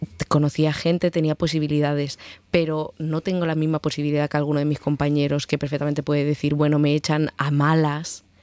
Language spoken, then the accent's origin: Spanish; Spain; moved away; Yo, al fin y al cabo, también soy española y tengo muchas más facilidades para vivir aquí.